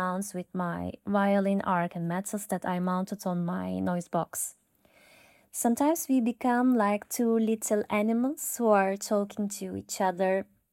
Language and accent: English; Turkey; now in Milan, Italy; I'm from Turkey and I live in Milan.